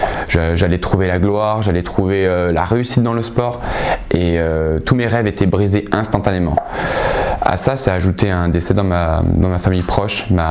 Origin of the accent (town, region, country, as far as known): Oyonnax, Auvergne-Rhône-Alpes, France